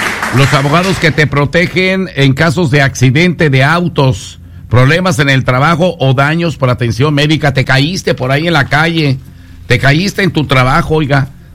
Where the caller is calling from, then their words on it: Mexico City, Mexico